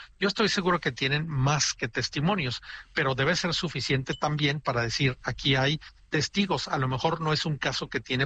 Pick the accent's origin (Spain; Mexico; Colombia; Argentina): Mexico; Ciudad Juárez, Chihuahua; yo vengo de Ciudad Juárez, El Paso, yo soy de la región, sé exactamente dónde está el aeropuerto de Santa Teresa